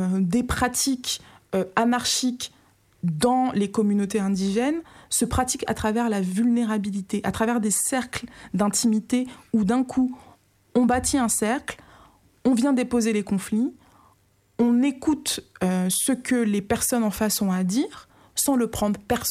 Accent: Republic of the Congo; d'où je viens, du Congo-Brazzaville, pour être plus précise

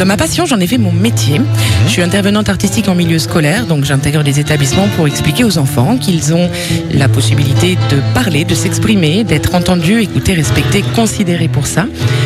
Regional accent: Toulouse, Occitanie, France

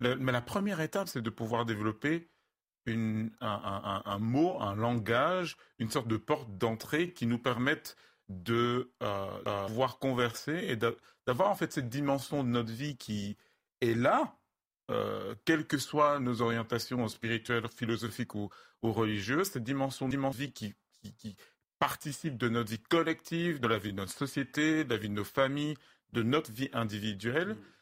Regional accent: West, Cameroon; first language Bamum; French is a second language; je suis originaire du Cameroun. Je viens d'une région qui a eu sa langue depuis des siècles.

